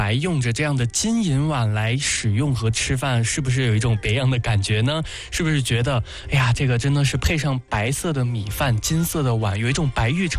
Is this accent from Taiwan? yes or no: no; China; 我们中国人